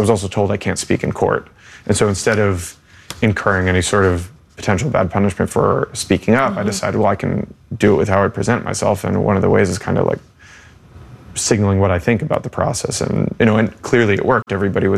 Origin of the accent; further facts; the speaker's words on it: United States; And I'm an American journalist.